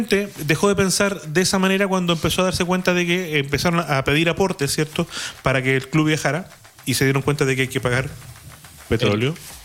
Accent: Melipilla, Santiago Metropolitan Region, Chile; yo como melipillano, de toda la vida, yo vengo de Mayarauco, Mayarauco pertenece a Melipilla

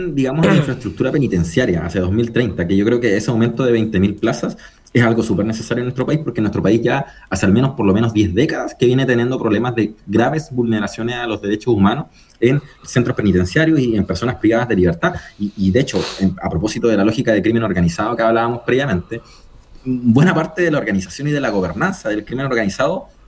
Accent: Chile

